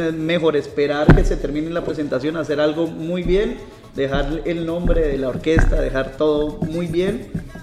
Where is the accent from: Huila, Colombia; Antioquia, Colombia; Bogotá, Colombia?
Huila, Colombia; Iquira; Oiga, un mensaje para mi pueblo.